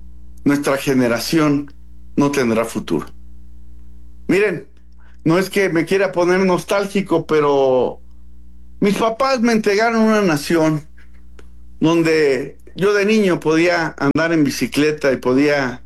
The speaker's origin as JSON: {"language": "Spanish", "country": "Mexico"}